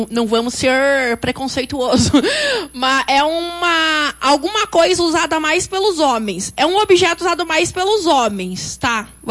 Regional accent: Brazil; eu sou brasileiro

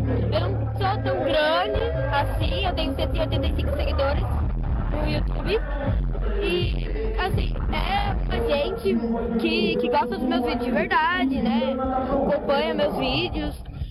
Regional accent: Sorocaba, São Paulo, Brazil; Sorocaba.

